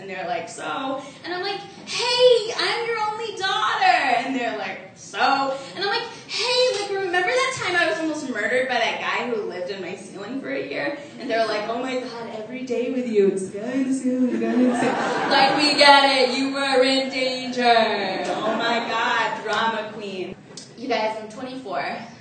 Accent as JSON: {"language": "English", "region": "Arkansas", "country": "United States", "said": "So, like Sharoop, I too am an immigrant. I'm from Arkansas."}